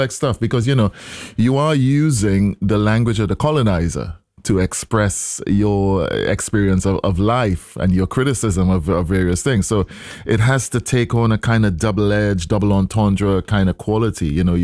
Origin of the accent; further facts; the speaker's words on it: Trinidad & Tobago; moved away as an adult; in Trinidad, growing up in Trinidad